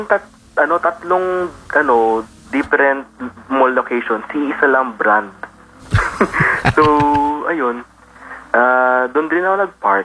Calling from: Caloocan, Metro Manila, Philippines; galing ako sa Caloocan

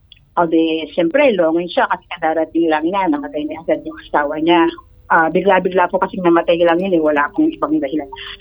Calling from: Cavite, Calabarzon, Philippines; taga Cavite po.

